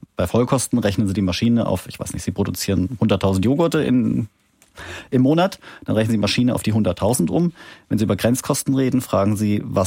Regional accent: Baden-Württemberg, Germany; wie sie da im Speckgürtel Stuttgart, wo ich herkomme, sich darstellt

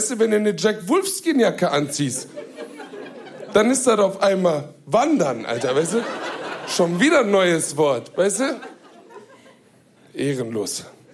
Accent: Duisburg, North Rhine-Westphalia, Germany; ich bin in Duisburg im Marxloh aufgewachsen.

